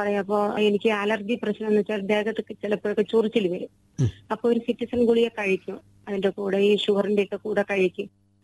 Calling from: Kerala, India; ഞാൻ കരമലയിൽ നിന്നാണ് വിളിക്കുന്നത്.

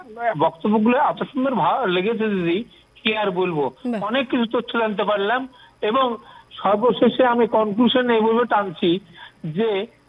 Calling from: Berhampore, West Bengal, India; আমি পশ্চিমবঙ্গের মুর্শিদাবাদ জেলার বহরমপুর থেকে … বলছি দিদি

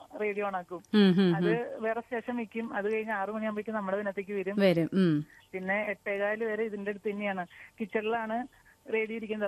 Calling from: Annamanada, Kerala, India; Annamanada വെണ്ണൂര്

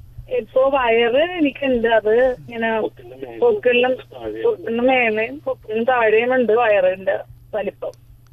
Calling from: Vaduthala, Kerala, India; ഇത് വടുതല.

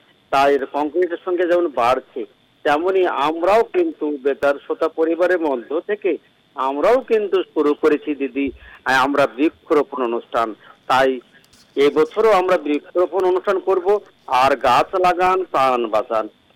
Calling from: Raninagar, West Bengal, India; আমি রানীনগর বাজার থেকে

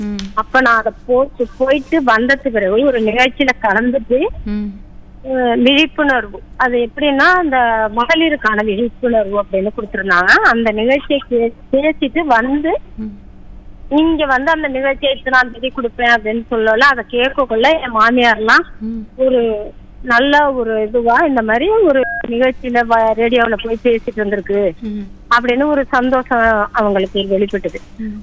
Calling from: Karaikal, Puducherry, India; Karaikal madam.

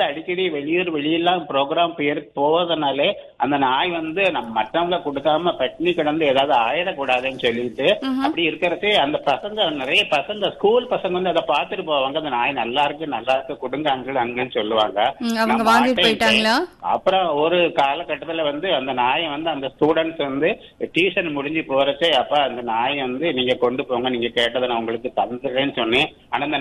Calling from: Nagercoil, Tamil Nadu, India; நாகர்கோவில் … பேசுறேன்.

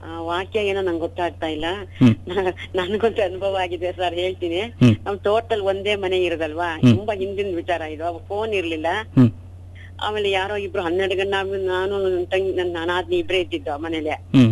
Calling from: Sakleshpur, Karnataka, India; ನಾನು ಸಕಲೇಶ್ಪುರಿಂದ

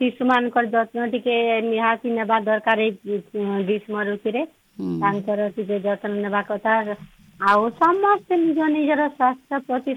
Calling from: Bargarh, Odisha, India; ହଁ ମୁଁ ବରଗଡ଼ରୁ

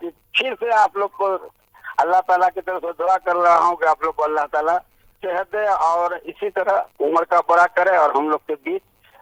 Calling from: Darbhanga, Bihar, India; हम दरभंगा से बोल रहे हैं

